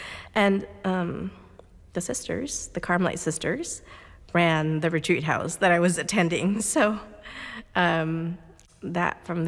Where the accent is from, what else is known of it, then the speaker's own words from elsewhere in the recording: Philippines; So I thought, okay, well, I grew up in the Philippines, so a lot of poverty and disease.